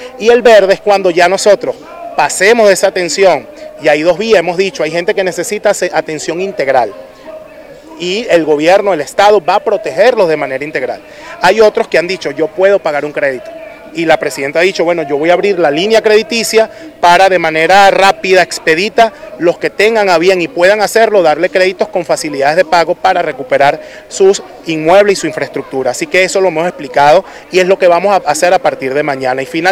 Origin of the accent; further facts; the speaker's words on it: Venezuela; sino que somos venezolanos